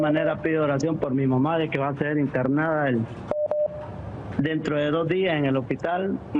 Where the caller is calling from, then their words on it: Jinotega, Nicaragua; le llamo desde Nicaragua, Jinotega, Nicaragua.